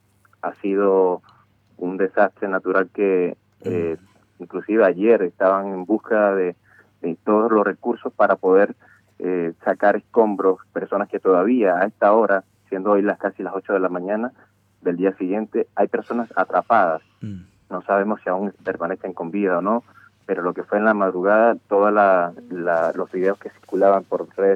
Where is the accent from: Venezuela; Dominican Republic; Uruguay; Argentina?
Venezuela; moved away; cómo nos sentimos como venezolanos.